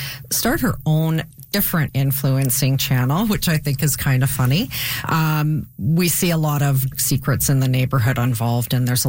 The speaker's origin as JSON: {"language": "English", "town": "Winnipeg", "region": "Manitoba", "country": "Canada", "said": "I'm from Manitoba, I'm from Winnipeg."}